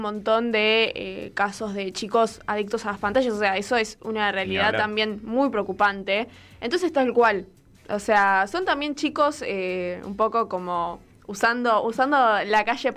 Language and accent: Spanish; Lincoln, Buenos Aires Province, Argentina; moved away; cuando vivía en Lincoln, que es de donde soy